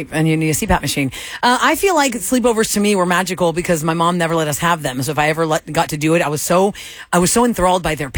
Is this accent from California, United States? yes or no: no; Texas, United States; And just because she was from Texas and I was from Texas, everyone wanted us to be best friends.